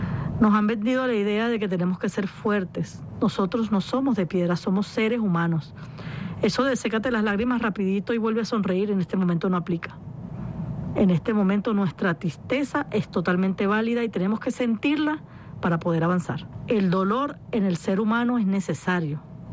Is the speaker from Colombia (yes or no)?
no; Venezuela; yo también soy venezolana